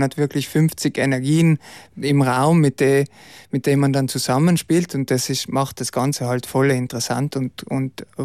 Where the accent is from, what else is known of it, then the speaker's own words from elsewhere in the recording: Brixen, Trentino-Alto Adige, Italy; Ich bin in Brixen aufgewachsen